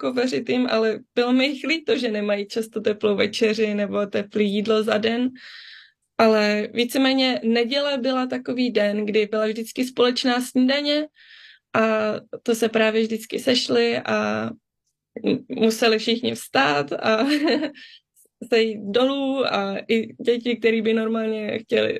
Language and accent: Czech; Germany; born or raised there